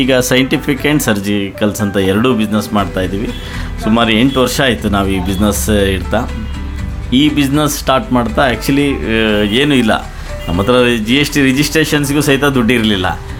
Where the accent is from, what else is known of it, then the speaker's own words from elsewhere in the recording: Shikaripura, Karnataka, India; moved away as an adult; now in Shivamogga, India; ನಾನು ಶಿಕಾರಿಪುರ ನಮ್ದು ಆ್ಯಕ್ಚುಲಿ. ನಾನು ಶಿಕಾರಿಪುರದಲ್ಲಿ ಹುಟ್ಟಿದ್ದು, ಅಲ್ಲೇ ಓದಿದ್ದು. ಡಿಗ್ರಿಗೆ ಸಹ್ಯಾದ್ರಿ ಕಾಲೇಜು, ಇಲ್ಲಿಗೆ ಓದೋಕ್ಕೋಸ್ಕರ ಶಿವಮೊಗ್ಗಕ್ಕೆ ಬಂದಿದ್ದು.